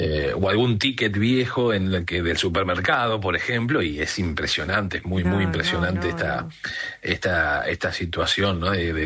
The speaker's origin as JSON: {"language": "Spanish", "town": "San Miguel", "region": "Buenos Aires Province", "country": "Argentina", "said": "Yo soy de San Miguel."}